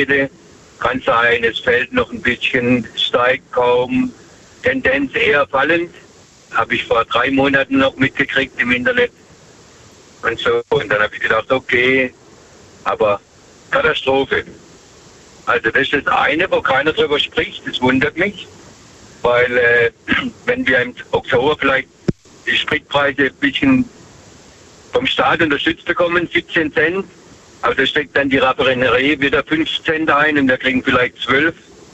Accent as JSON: {"language": "German", "town": "Herbolzheim", "region": "Baden-Württemberg", "country": "Germany", "said": "Herbolzheim."}